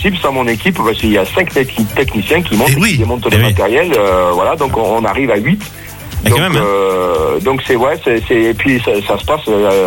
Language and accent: French; Occitanie, France; born there; dans le Tarn. C'est un petit village, mais la fête, elle est juste énormissime.